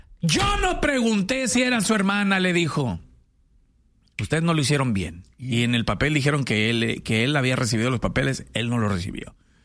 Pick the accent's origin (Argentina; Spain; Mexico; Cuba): Mexico